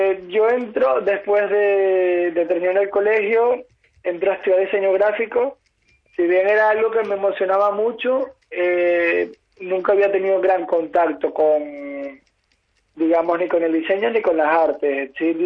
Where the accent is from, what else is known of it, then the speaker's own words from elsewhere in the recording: Caracas, Capital District, Venezuela; moved away as an adult; now in Galicia, Spain; si bien mis abuelos son españoles, mas no gallegos, en Caracas me crié en la Hermandad Gallega, es un club fundado por gallegos